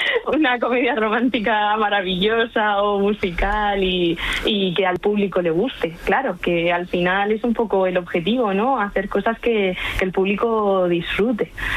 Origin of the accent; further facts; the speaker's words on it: Region of Murcia, Spain; moved away as an adult; also born or lived in Madrid; mi productora es murciana, mi familia la tengo toda en Murcia. En Madrid, pues sigo teniendo un piso